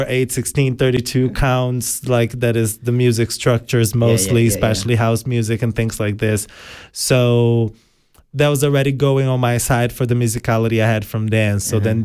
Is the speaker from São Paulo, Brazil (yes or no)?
yes; Jundiaí, São Paulo, Brazil; moved away; in my hometown in Brazil, in Jundiaí.